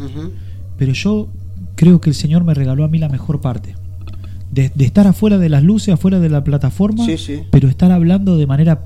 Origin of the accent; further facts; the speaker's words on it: El Talar, Buenos Aires Province, Argentina; Nosotros no somos de acá. Somos del Talar, partido de Tigre, provincia de Buenos Aires.